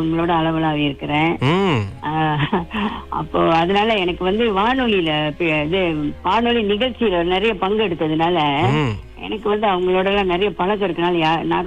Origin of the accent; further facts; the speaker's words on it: Selangor, Malaysia; நான் வந்து பிறந்து வளர்ந்தது எல்லாம் சிலாங்கூர் மாநிலத்துல தான், படிச்சது எல்லாமே இங்கதான்.